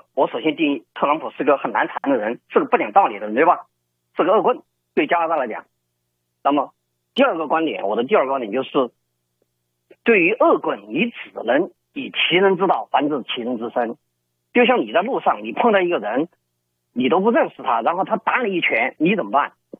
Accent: China

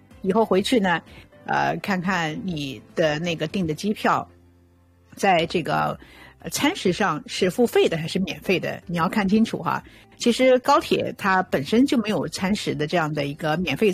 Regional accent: Sichuan, China; 我家乡四川

